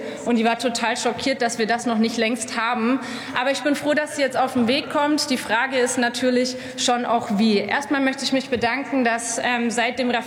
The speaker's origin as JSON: {"language": "German", "town": "Nuremberg", "region": "Bavaria", "country": "Germany", "tie": "born or raised there", "said": "Im Moment in meiner Heimatstadt Nürnberg wurde eine Haushaltssperre verhängt."}